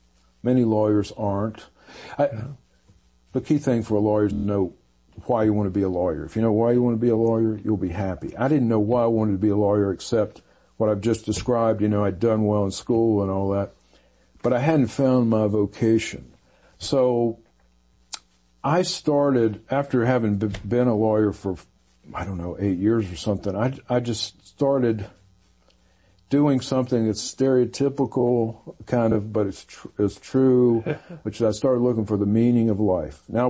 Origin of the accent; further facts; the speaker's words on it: the South, United States; I grew up in the South.